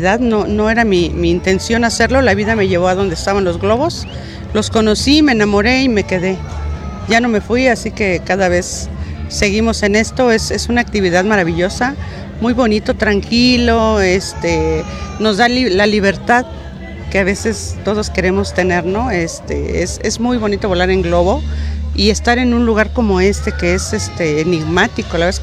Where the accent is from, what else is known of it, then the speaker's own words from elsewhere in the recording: Mexico; soy instructora en México, en mi país, y para poder dar instrucción en este país, soy extranjera